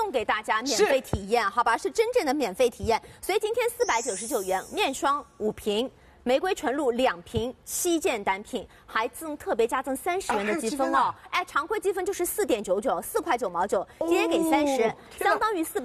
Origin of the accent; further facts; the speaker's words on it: China; 像我们中国人其实对美啊，对白呀、啊、这种追求是蛮怎么说，蛮极致的